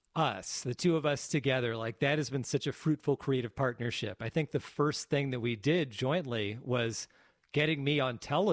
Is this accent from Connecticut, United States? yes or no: yes; Connecticut, United States; also born or lived in New York City; now in Santa Barbara, United States; nothing's really changed in this town in Connecticut where I grew up.